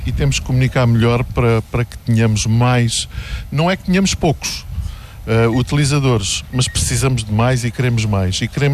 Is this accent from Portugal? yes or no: yes; Faro, Algarve, Portugal; born there; nasci em Faro, mas os meus verões desde, sei lá, muito, muito novo, foram passados aqui sempre. Nós passávamos aqui nessa altura 4 meses.